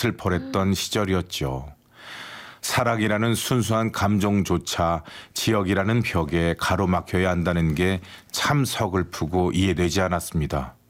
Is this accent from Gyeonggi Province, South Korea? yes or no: no; Busan, South Korea; 그렇게 해서 이제 저도 이제 고향이 부산이 됐고